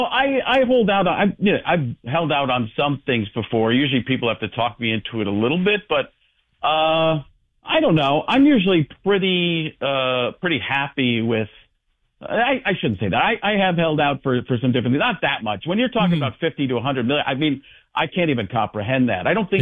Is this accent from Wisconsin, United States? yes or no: yes; Wisconsin, United States; I grew up in Wisconsin.